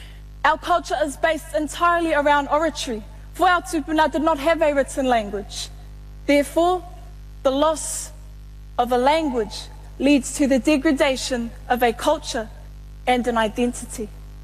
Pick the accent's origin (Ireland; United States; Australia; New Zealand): New Zealand; To break the cycle of reo annihilation, I was raised in Kura Kaupapa and Kohanga Reo.